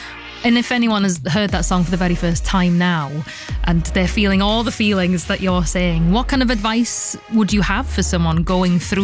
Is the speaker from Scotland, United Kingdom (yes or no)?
no; Wales, United Kingdom; I'm a Welsh gal